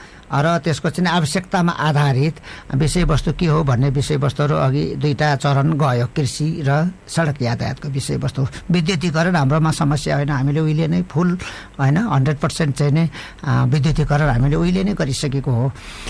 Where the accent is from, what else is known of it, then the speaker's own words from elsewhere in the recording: Koshi Province, Nepal; सिक्किम छुट्टै राज्य हुँदाखेरि भारत सिक्किम र नेपालको सिमाना जोडिएको ठाउँलाई चाहिँ तिन सिमाना भन्छ, त्यो मेरो गाउँमा पर्दछ।